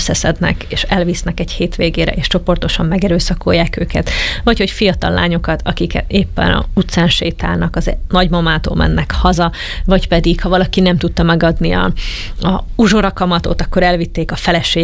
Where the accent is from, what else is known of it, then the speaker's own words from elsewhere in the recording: Hungary; Én arról a környékről származom, és ott nőttem föl